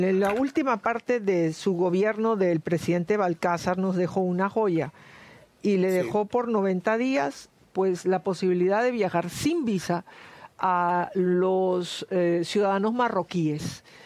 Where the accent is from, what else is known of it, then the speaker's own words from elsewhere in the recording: Peru; moved away; y créeme que quisiera de que todos nuestros hermanos peruanos no tuvieran la necesidad de emigrar. Y te lo dice una persona que emigró.